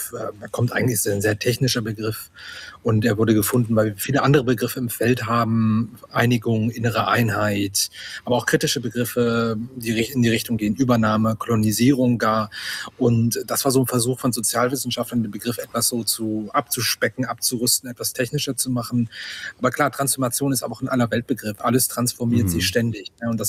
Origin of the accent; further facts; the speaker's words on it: Hettstedt, Saxony-Anhalt, Germany; in meiner Heimatstadt Hettstedt in Mansfeld-Südharz